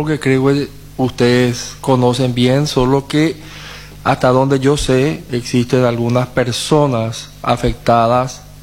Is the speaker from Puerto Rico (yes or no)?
no; Paraguay; now in Agua Dulce, Paraguay; como ciudadanos, como paraguayos